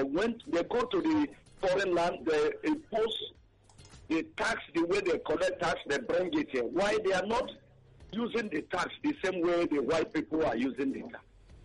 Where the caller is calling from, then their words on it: Ojo, Lagos, Nigeria; I'm calling from Ojo.